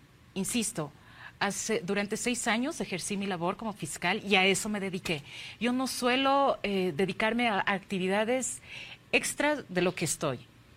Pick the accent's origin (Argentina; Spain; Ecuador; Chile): Ecuador; Ese es el desafío más grande que tenemos como ecuatorianos